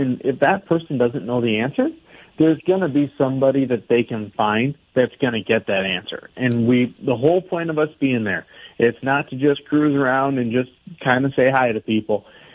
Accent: Estelline, South Dakota, United States; I'm from Esteline.

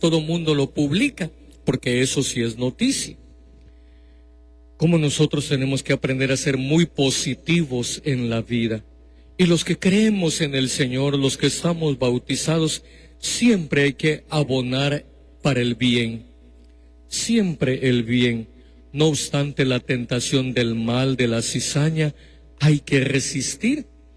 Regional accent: Mexico; nuestro país mexicano

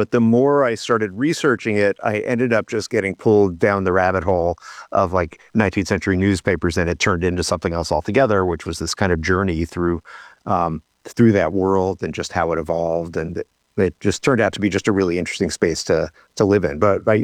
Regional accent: Richmond, Virginia, United States; One of my first jobs was like working at a TV news station in my hometown of Richmond, Virginia.

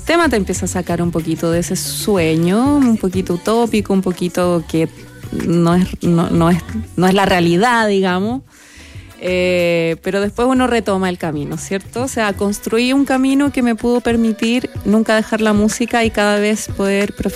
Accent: San Bernardo, Santiago Metropolitan Region, Chile; Estuve en conjuntos folclóricos porque soy de San Bernardo. Entonces estuve en varios conjuntos folclóricos y después, de hecho, tuve un grupo de cuecas.

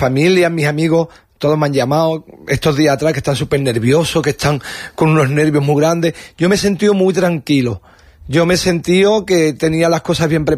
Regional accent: Vélez-Málaga, Andalusia, Spain; born or raised there

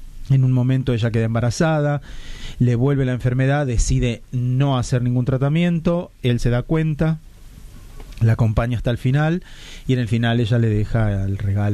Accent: Córdoba, Argentina; Somos 9 y medio, porque yo como soy cordobés, sí.

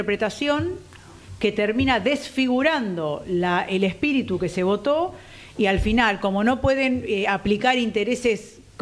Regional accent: Argentina; yo parezco, que soy argentina, pero vengo de descendencia del Piamonte, mi familia viene de Rondizone, que ya estamos cerca de allá de los Alpes, más para el norte.

